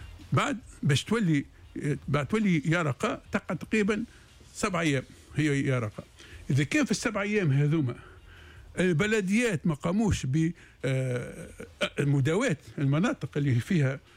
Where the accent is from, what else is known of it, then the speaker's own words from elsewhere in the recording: Tunisia; احنا عندنا في تونس